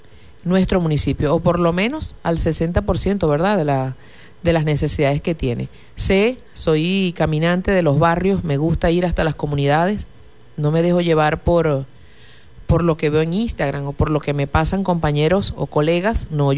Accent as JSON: {"language": "Spanish", "town": "Machiques", "region": "Zulia", "country": "Venezuela", "said": "nuestro municipio de Machique de Perijá"}